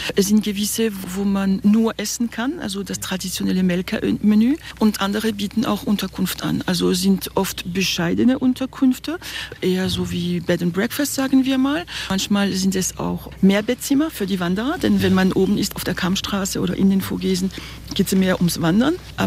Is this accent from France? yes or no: yes; Grand Est, France; Oh, also ich bin eine echte Elsässerin